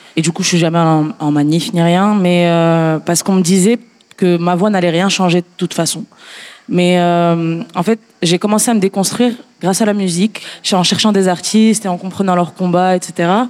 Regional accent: Morocco; je viens du Maroc, et chez moi, mais à la maison, on ne m'a pas forcément initiée politiquement.

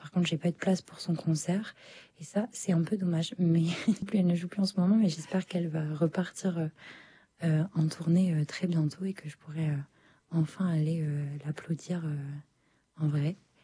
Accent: France; accent: very French; mon accent très français

